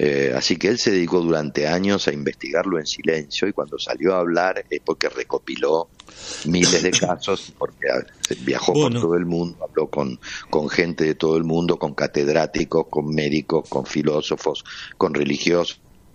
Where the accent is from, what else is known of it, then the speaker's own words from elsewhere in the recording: Buenos Aires, Argentina; moved away as an adult; yo nací, digo, me formé todo en Buenos Aires